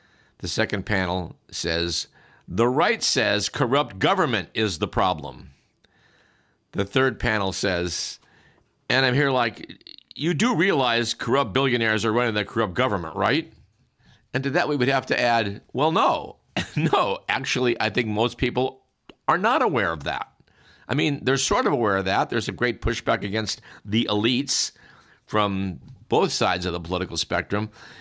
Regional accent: California, United States; Live from California, it's Radio Parallax. Except that, well, we're not exactly live. We are from California, though.

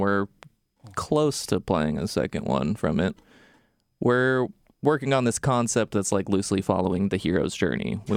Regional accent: Placerville, California, United States; Yeah, I think that they were born in Sacramento, but we all actually grew up in Placerville.

